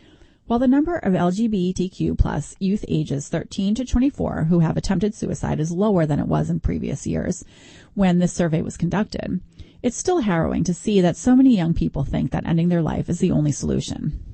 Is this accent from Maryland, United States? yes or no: no; North Carolina, United States; I never thought I'd see gay marriage legalized in North Carolina, my home state.